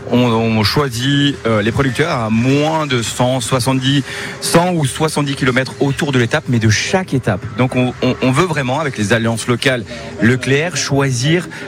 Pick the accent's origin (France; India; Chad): France; Grand Est; moi je suis alsacien.